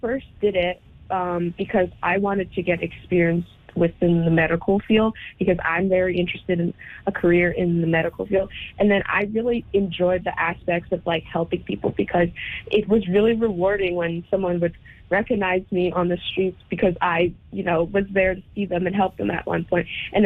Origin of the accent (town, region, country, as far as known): Watson Lake, Yukon, Canada; born there; also born or lived in China